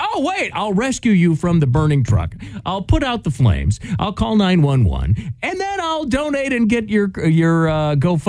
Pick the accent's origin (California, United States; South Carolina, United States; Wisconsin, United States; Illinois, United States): Wisconsin, United States; stuff today takes me back to my home state of Wisconsin. So shout out to my fellow cheeseheads